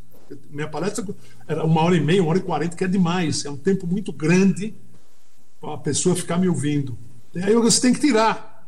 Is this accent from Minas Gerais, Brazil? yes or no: no; Natal, Rio Grande do Norte, Brazil; born there; moved away; Nasci em Natal.